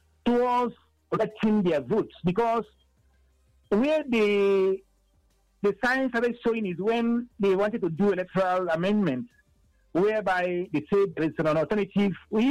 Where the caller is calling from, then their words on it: Enugu, Enugu State, Nigeria; I'm calling you from Enugu.